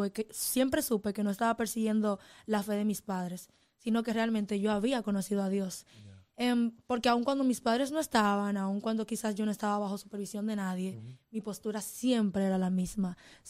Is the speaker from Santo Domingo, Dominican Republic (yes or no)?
yes; Los Alcarrizos, Santo Domingo, Dominican Republic; de donde yo vengo, yo soy de Santo Domingo, Los Alcarrizos, eso es un barrio allá